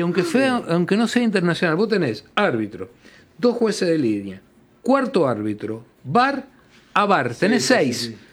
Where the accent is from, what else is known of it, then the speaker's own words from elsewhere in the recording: Argentina; Pero como somos argentinos, ojo que ahora se empiezan a marear todos, ¿eh?